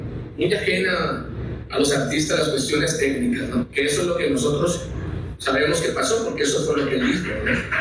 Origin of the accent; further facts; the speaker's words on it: Mexico; hay que sentirnos como mexicanos orgullosos que la música mexicana se escuche ahí